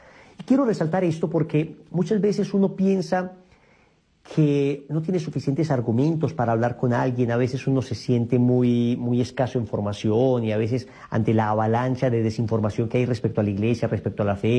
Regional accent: Colombia; me encontraba en la iglesia ahí de mi pueblo. Entonces yo vivía en un pequeño pueblo de aquí de Colombia.

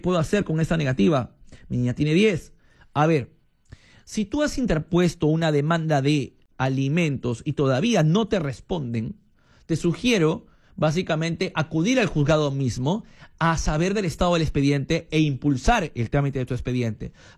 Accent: Chiclayo, Lambayeque, Peru; moved away; Saludos a mi tierra hermosa, linda, que será visitada por el Papa Chiclayo

